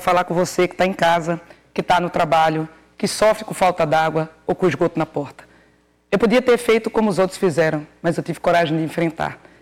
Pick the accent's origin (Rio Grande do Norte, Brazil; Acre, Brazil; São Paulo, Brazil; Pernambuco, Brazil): Pernambuco, Brazil; Caruaru; now in Recife, Brazil; Morro no Recife, seja lá na minha cidade de Caruaru